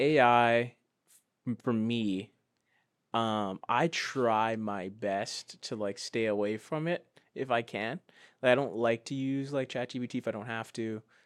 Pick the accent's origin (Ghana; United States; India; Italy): Ghana; I'm from Ghana